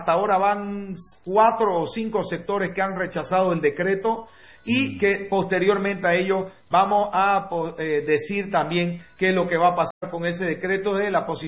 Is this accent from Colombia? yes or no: no; Bolivia